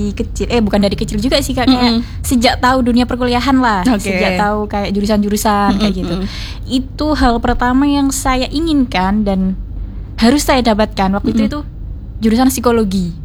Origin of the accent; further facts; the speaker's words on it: Lamongan, East Java, Indonesia; moved away as an adult; now in Surabaya, Indonesia; Dari Lamongan saya, asli Lamongan.